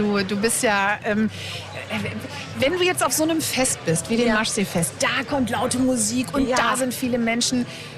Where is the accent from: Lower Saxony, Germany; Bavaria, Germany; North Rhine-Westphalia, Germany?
Lower Saxony, Germany; Hanover; moved away; ich komme aus Hannover, ich lebe hier seit vielen, vielen Jahren auch wieder